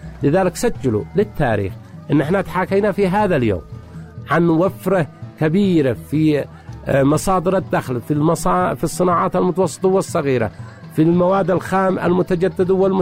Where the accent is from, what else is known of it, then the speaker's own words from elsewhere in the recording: Yemen; عندنا في اليمن.